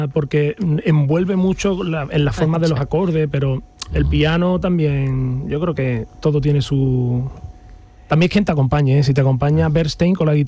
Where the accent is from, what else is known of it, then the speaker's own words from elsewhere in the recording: Andalusia, Spain; accent: Cordobés; Pero bueno, por mi acento cordobés veréis que no me llamo Alex.